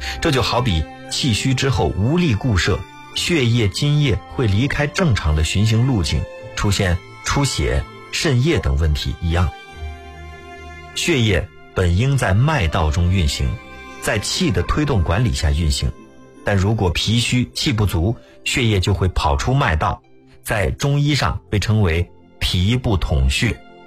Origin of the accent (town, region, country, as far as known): China